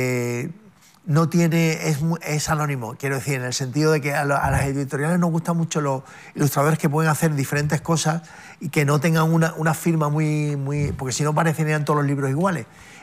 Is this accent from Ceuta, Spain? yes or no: yes; Ceuta, Spain; moved away as an adult; llevo ya 27 años viviendo en otras ciudades, y siempre cuando le digo, no, es que yo soy de Ceuta, yo soy caballa